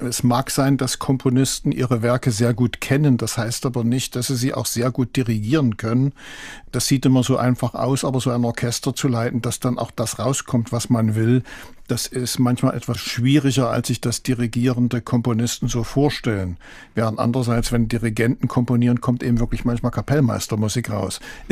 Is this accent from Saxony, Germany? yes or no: yes; Leipzig, Saxony, Germany; Und dann geht's interessant für mich zumindest als Leipziger weiter.